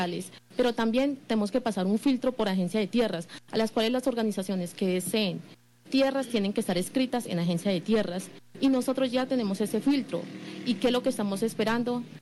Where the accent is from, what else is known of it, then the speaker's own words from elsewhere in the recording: Santa Rosa de Cabal, Risaralda, Colombia; como mujeres campesinas que somos de Santa Rosa de Cabal.